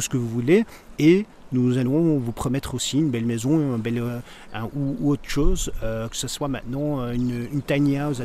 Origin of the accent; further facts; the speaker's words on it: Belgium; Mais j'aime beaucoup la Zélande, mais je suis belge, hein, vous l'entendez, mais je travaille aux Pays-Bas